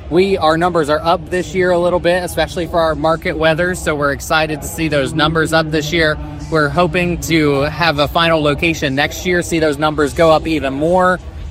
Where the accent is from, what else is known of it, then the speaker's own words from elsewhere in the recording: Fayette County, United States; So we were pre-fair for as long as I can remember growing up showing goats. I was from Fayette County, and it was always fell during the Fayette County Fair.